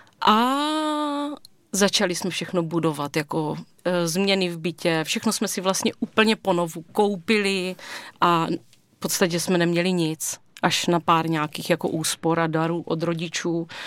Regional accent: Brno, South Moravian Region, Czechia; Tak já jsem z Brna, bydlím celý život v Brně

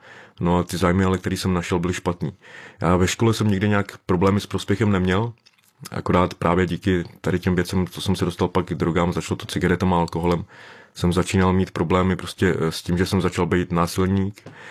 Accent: Karlovy Vary, Karlovy Vary Region, Czechia; pocházím z Karlových Varů

